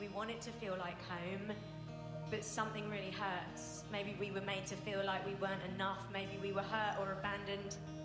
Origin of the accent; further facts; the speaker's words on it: Southampton, South East England, United Kingdom; moved away; So this is Southampton. This is the place I grew up. This is my hometown.